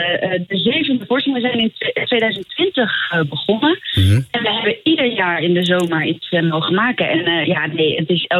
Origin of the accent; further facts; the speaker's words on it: Haarlem, North Holland, Netherlands; ik ben ook opgegroeid in Haarlem